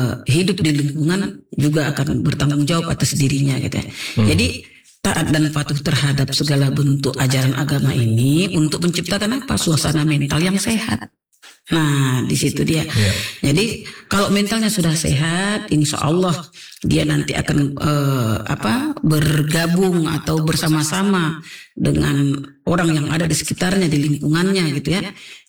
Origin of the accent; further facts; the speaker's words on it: Tanjung Balai, North Sumatra, Indonesia; Yang Tanjung Balai ini daerah saya nih.